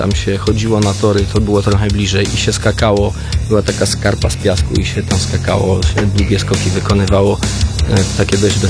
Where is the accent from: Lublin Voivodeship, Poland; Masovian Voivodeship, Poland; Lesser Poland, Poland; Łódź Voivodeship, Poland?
Łódź Voivodeship, Poland; Bełchatów; Tak, ja się wychowałem w Bełchatowie.